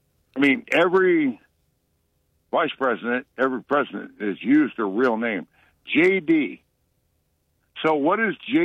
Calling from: Ohio, United States; we're Ohioans

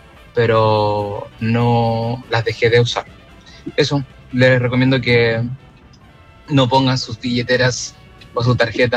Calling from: Antofagasta, Chile; yo soy de Antofa

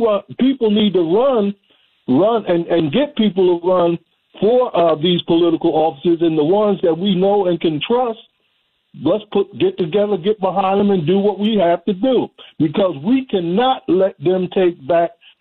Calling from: Linden, New Jersey, United States; I live in the Linden area.

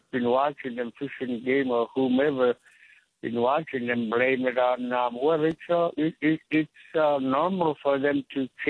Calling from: New Stuyahok, Alaska, United States; I am from New Stuyuhok, a way to go down river. It's what it means in English. Stuyuhok in Yupik language means to go down river, the way to go down river.

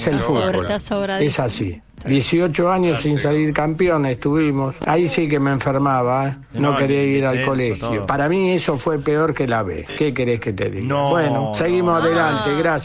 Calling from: Villa Lugano, Buenos Aires, Argentina; de Villa Lugano.

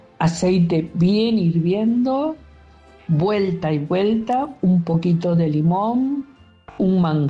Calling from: Buenos Aires, Argentina; de San Telmo.

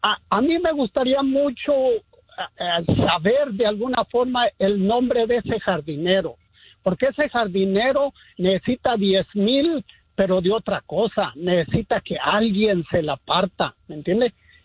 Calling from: Burbank, California, United States; Aquí ando cerquita de con usted, aquí por Burbank. Aquí ando enfrente de los estudios de la Warner Brothers.

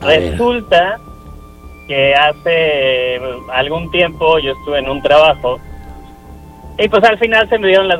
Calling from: Mérida, Yucatán, Mexico; De Mérida, Yucatán.

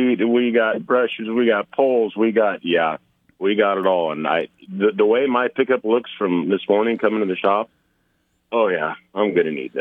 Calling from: Dorchester, Nebraska, United States; My rain gauge, so outside of Dorchester

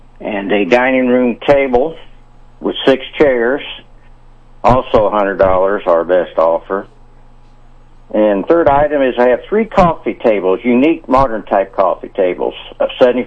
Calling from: Marshall, Missouri, United States; Yes, calling from Marshall.

